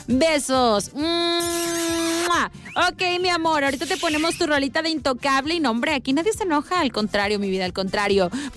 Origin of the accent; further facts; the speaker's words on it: Ciudad Constitución, Baja California Sur, Mexico; Yo soy de Ciudad Constitución.